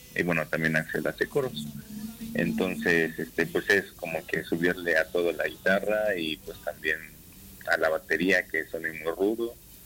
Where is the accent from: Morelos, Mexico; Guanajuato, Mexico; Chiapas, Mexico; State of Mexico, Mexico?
State of Mexico, Mexico; Chalco; Raúl y yo somos de ahí, de Chalco, no sé. Es conocido a veces.